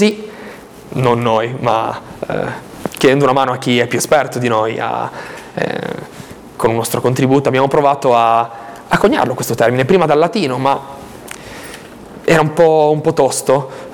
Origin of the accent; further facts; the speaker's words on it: Albenga, Liguria, Italy; E prima il nostro comune di Albenga, noi siamo di Albenga … di Albenga